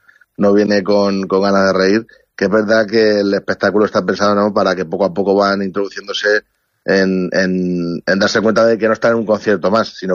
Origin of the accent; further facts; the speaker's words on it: Villarrobledo, Castilla-La Mancha, Spain; Yo empecé en bandas de música, empecé, bueno, concretamente la de mi pueblo, en Villarrobledo, y me he criado yendo a visitar bandas de música